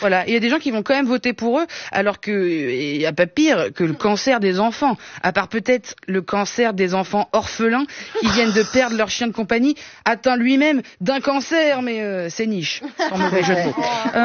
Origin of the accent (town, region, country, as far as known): Italy